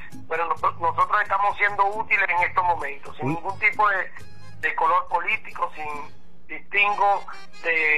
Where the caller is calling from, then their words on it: Ciudad Bolívar, Bolívar, Venezuela; desde Ciudad Bolívar estamos en varios puntos